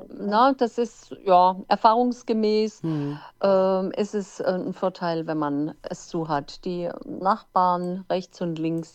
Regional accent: Hesse, Germany; now in Northern Germany, near the North Sea; gebürtig aus dem Odenwald. Der Odenwald, das ist ja ein recht hochgelegenes Gebiet mit wunderschönen, vielen Wald.

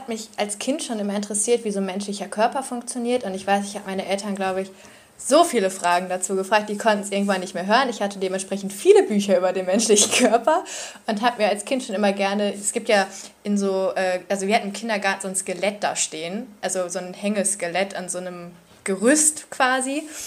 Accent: North Rhine-Westphalia, Germany; Ich bin 20, ich komme aus dem Ruhrgebiet und lebe mit meinem Mann hier zusammen.

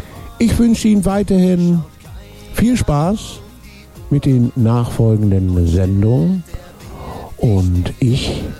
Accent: Hamburg, Germany; denn ich komme ja aus Hamburg und in Hamburg sagt man Tschüss

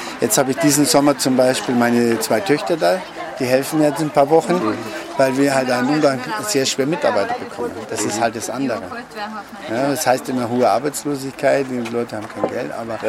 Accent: Bavaria, Germany; now in Hungary; Und als ich wieder zurück war, ich habe eben bei uns in Bayern gab es immer, ich war ja Western-Fan, ich tue Western-Reiten schon über 20 Jahren.

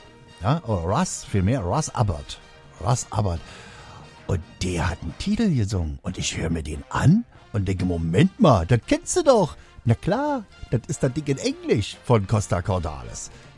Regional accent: Brandenburg, Germany; Weil ich sehr, sehr stolz auf meine Heimat bin. Sehr, sehr stolz auf Deutschland.

